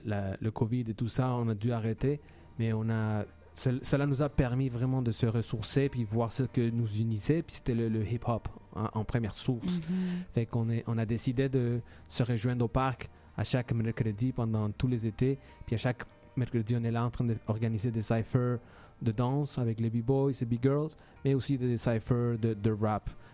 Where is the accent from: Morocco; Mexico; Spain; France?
Mexico; now in Montreal, Canada; Je suis originaire de Mexique. Ça fait 26 ans que j'habite ici à Montréal.